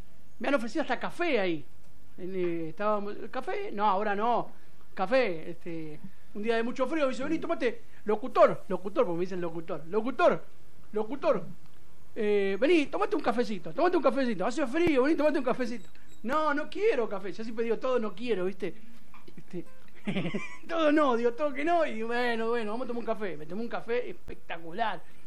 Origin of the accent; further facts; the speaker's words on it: Ringuelet, Buenos Aires Province, Argentina; Está bien de la provincia, pero nosotros somos de Ringuelé. Vos tenés que hablar de acá.